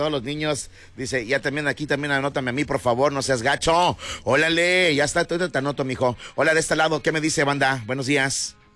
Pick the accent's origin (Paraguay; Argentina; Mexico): Mexico; como buenos hermanos y mexicanos.